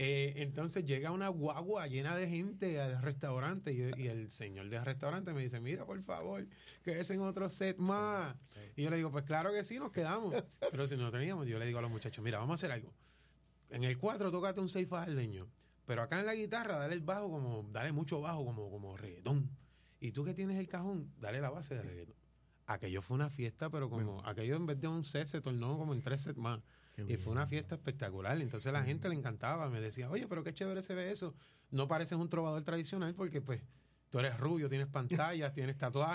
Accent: Puerto Rico; Es la música que nos identifica como puertorriqueños.

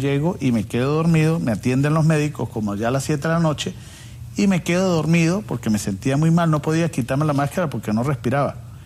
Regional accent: Venezuela; now in United States; Sí, soy venezolano.

